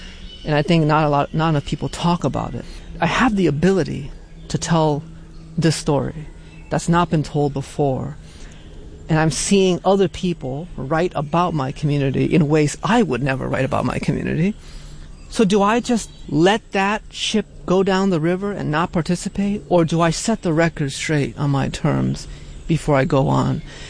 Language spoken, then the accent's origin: English; Hartford, Connecticut, United States; when I was a little boy growing up in Hartford, on Sundays we would go to the Baptist church.